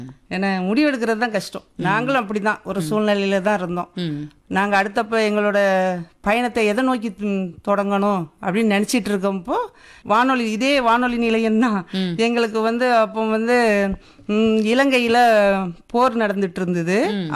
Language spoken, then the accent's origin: Tamil; Vazhavallan, Tamil Nadu, India; now in Thoothukudi, India; Vazhavallan.